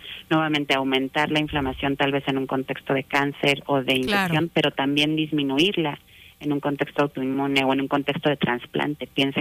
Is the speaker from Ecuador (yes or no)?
no; Mexico; siendo mexicanos, trabajando desde México con estudiantes y talento mexicano